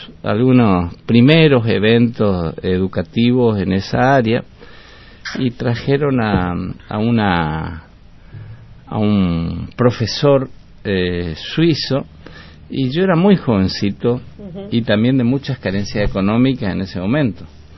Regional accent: Jujuy, Argentina; born there; now in Chaco, Argentina; de a poco estoy volviendo a mi provincia, ¿no? Y ahí justo de las lagunas, de la zona de Coduti, donde yo donde yo nací en Jujuy, calle 3, donde está mi mamá ahora

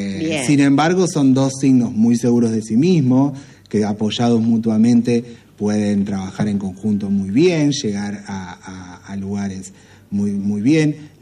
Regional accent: Argentina; No, yo soy así porque soy argentino. Yo soy así porque soy de Cava.

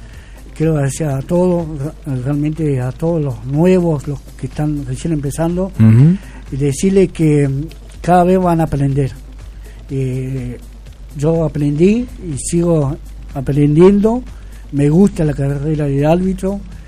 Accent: Junín, Argentina; Junín es mi pueblo querido. Y como dije yo, acá voy a morir y acá voy a trabajar por mi pueblo.

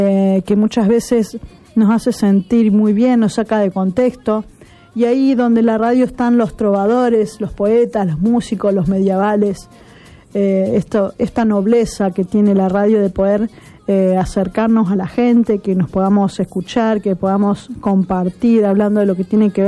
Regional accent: Santa Fe, Argentina; nos acompaña como santafesinos

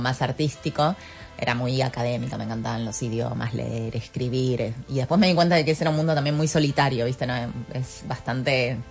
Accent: Argentina; Yo soy full argentina, nací acá, me crié acá toda mi vida. Mis papás también nacieron acá. Y mis abuelos son japoneses.

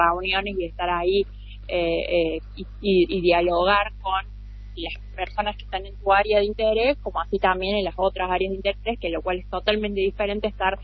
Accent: Córdoba, Argentina; yo soy egresada de la Universidad Nacional de Córdoba. Estudié derecho aquí en mi ciudad

